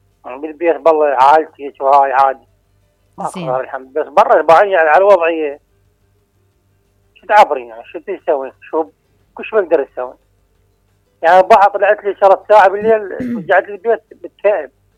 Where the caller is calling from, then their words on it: Iraq; بس أنا كودن عراقي.